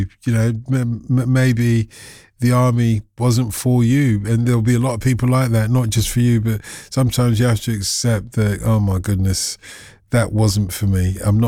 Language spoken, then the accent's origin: English; United Kingdom; we're British